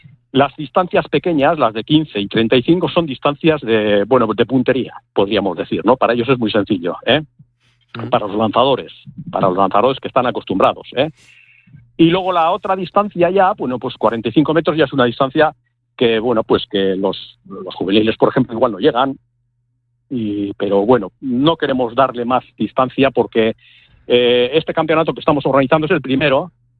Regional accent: Barrika, Basque Country, Spain; yo soy de Vizcaya, soy de Barrica, Vizcaya, la desembocadura del río Nervión.

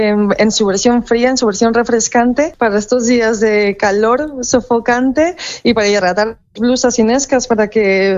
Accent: Vitoria, Basque Country, Spain; Sí, al final nosotros también somos de Vitoria. Nosotros somos blusas, somos nescas, salimos en cuadrillas, sabemos lo que es fiestas de Vitoria

